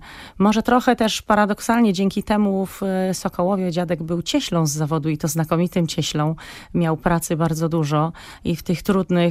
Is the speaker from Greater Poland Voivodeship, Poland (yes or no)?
yes; Poznań, Greater Poland Voivodeship, Poland; Ja pochodzę z Poznania i cała moja rodzina wstecz też pochodzi z Poznania lub najbliższych okolic Poznania.